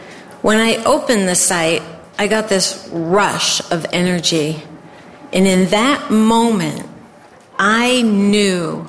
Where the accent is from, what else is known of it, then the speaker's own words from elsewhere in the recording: Melrose, United States; And we grew up here in Melrose.